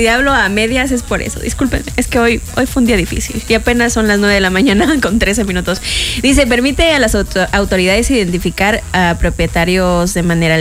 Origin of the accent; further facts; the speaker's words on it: Mexico; como todo mexicano, hasta el último día.